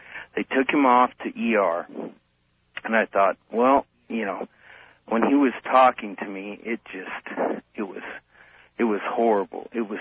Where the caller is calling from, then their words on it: Denver, Colorado, United States; I'm calling from Denver.